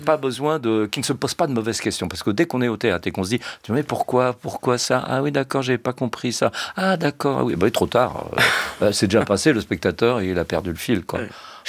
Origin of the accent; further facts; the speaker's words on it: Le Havre, Normandy, France; accent: Le Havre; Je prends un plutôt l'accent havrais. Moi je suis du Havre